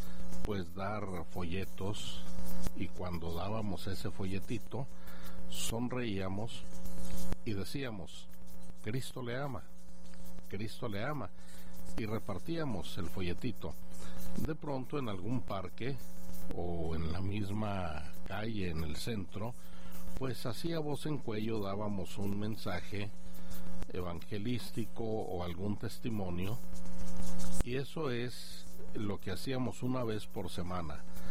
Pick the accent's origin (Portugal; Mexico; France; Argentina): Mexico; Chihuahua; Yo estaba en la ciudad de Chihuahua, de donde soy originario. En ese tiempo tenía 17 años y recién había conocido al Señor